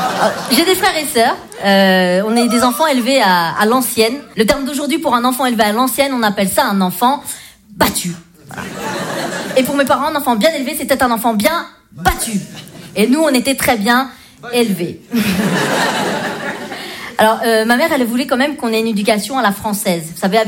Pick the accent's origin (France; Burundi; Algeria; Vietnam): Vietnam; Alors que non, je suis vietnamienne yougoslave.